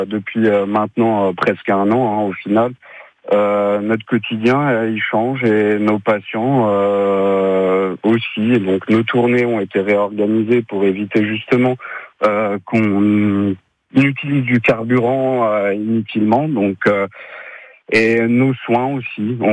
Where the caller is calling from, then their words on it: Essey-lès-Nancy, Grand Est, France; moi je suis dans un secteur périurbain, je suis à Essel-et-Nancy.